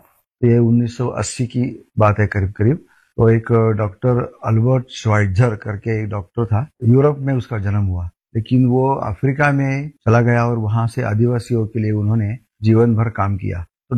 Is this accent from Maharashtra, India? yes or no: yes; Satara, Maharashtra, India; मैं रहने वाला सतारा महाराष्ट्र का हूँ